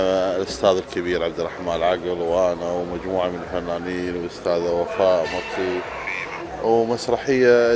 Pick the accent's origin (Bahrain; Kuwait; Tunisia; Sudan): Bahrain; اليوم أنا بين ديرتي وبين أهلي وبين إخواني في مملكة البحرين